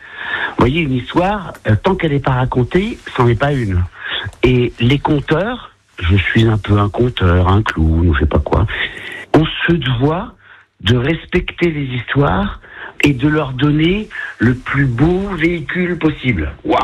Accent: Réunion; moved away; Dans un théâtre en plein air que j'ai vu tous les premiers spectacles de ma vie d'enfant à La Réunion.

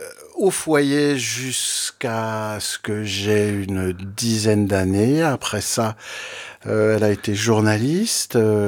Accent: Paris, Île-de-France, France; born there; also born or lived in United States; Alors, je suis français, je ne suis plus américain. C'est une sombre histoire. Je suis né aux États-Unis, de nationalité française, et ma famille est retournée en France, à Paris, directement, quand j'avais 5 ans.

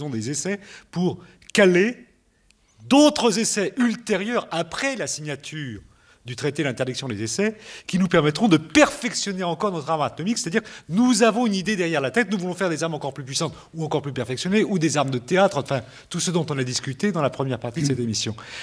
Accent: France; en tant que Français

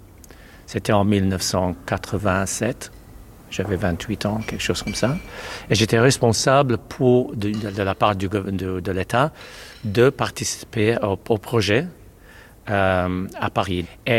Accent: Malta; French is a second language; je suis architecte, je suis maltais et je travaille à Malte depuis des années en fait.

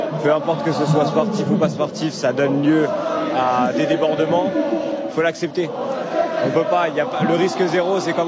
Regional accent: Nouvelle-Aquitaine, France; Je viens du Pays Basque et des Landes

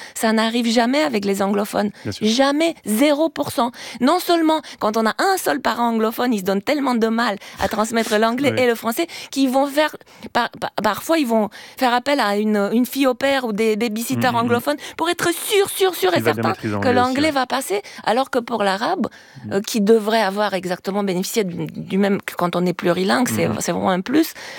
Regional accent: Romania; French is a second language; moved away as an adult; now in France; ça fait super longtemps que je parle aussi le français, ça fait 30 ans que je suis en France, et donc mon accent n'est pas roumain.

